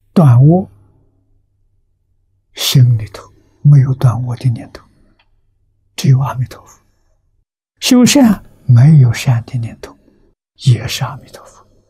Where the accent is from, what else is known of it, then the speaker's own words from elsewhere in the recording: China; 我们中国人